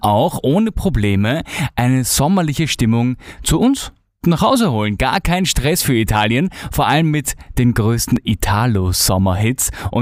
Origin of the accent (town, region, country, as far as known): Austria